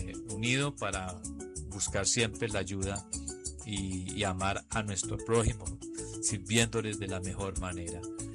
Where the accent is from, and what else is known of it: Colombia; now in Valle del Cauca, Colombia